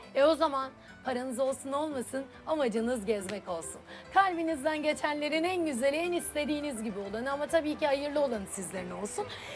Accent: Istanbul, Turkey; İstanbul'danız.

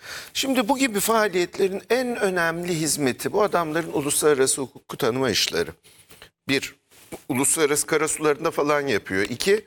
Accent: Konya, Turkey; Biz küçükken, biz Konyalıyız, memlekete gidiyoruz. İplikçi Camii var.

